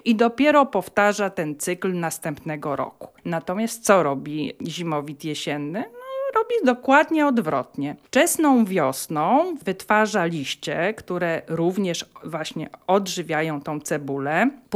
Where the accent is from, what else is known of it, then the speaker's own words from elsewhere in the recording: Łódź, Łódź Voivodeship, Poland; jestem rodowitą łodzianką